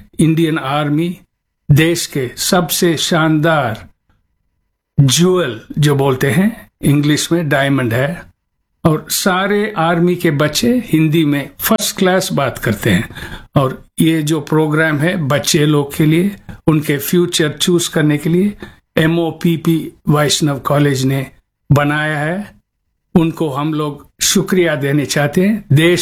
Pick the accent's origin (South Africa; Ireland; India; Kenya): India; Chennai, Tamil Nadu; born there; moved away as an adult; also born or lived in United States; I was born in India, in an army home. Madras is my hometown, which is present-day Chennai. I've lived and worked in the great countries of the world and also in what I've always loved, the United States of America and New York